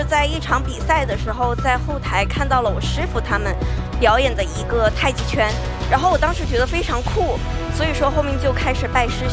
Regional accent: Sichuan, China; 我四川人。正正宗的四川人。

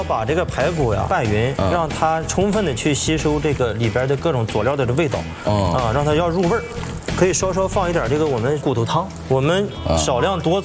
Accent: Chifeng, Inner Mongolia, China; moved away; 这个荞麦呢是我们内蒙古赤峰市敖汉产的，也是就是我们家乡的特产。

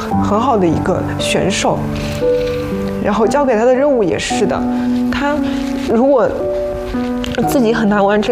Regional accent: Shanghai, China; 我从小呢就是在上海长大的，学习也是在上海。

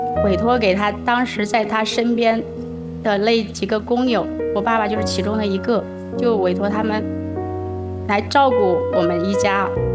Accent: Hubei, China; 他到我们湖北来

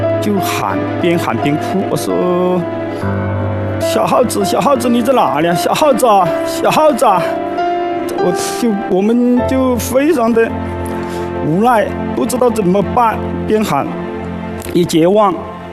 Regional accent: Hubei, China; moved away as an adult; now in Wusheng County, Guang'an, Sichuan, China; 我从小的时候就生活在湖北，我们那个地方在外面酿酒的老乡都很多

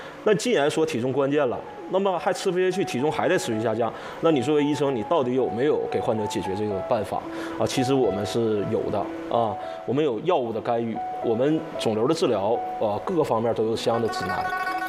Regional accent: Northeast China, China; 我们东北人啊喜欢交友啊，喜欢喝酒，

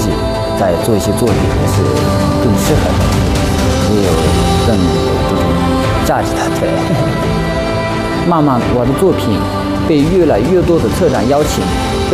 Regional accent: Tibet, China; 我从小在这片土地上长大

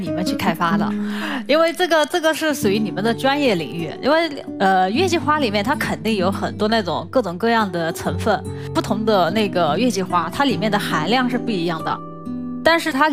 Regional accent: Yunnan, China

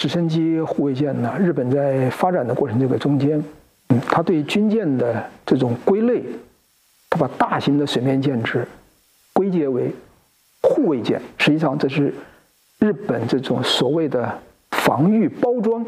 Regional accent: China; 对于我们中国人来讲的话呢，必须要牢记一点

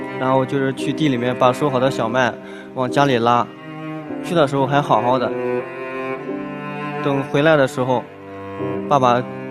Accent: Henan, China; 我从河南来的。

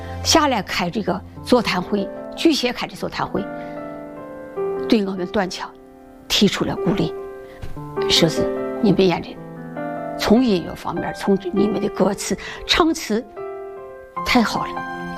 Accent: China; 作为我们中国人，确实是自豪的。

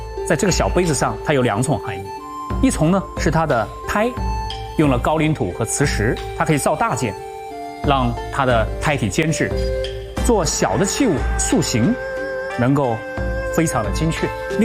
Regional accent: Jingdezhen, Jiangxi, China; 我小时候在住在我奶奶家龙船弄

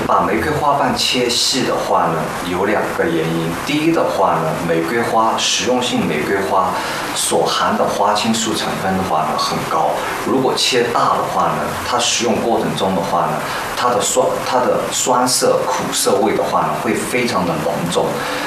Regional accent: Yunnan, China; moved away as an adult; 尤其是回到我的家乡云南，

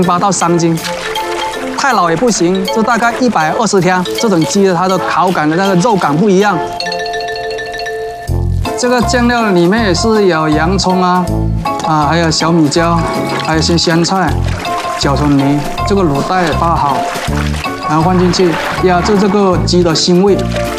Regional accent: Guangdong, China; now in Sanya, China; 这个栗鸡木就从我们广东那边传过来三亚，

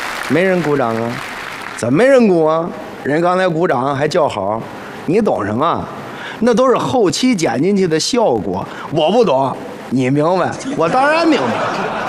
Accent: Henan, China; now in Tianjin, China; 我是河南人，我就是在天津工作。

